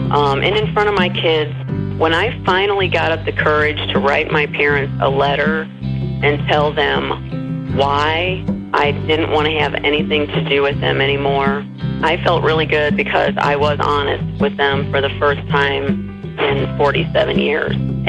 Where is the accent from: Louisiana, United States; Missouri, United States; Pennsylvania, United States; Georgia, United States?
Missouri, United States; Washington; I grew up in Washington, Missouri.